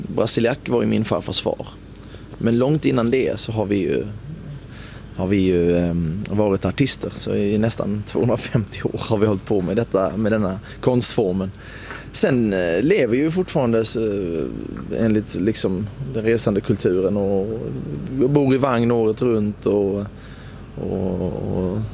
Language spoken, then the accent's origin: Swedish; Malmö, Skåne, Sweden; Naturligtvis har jag gått i skolan i Malmö, som du hör på min dialekt.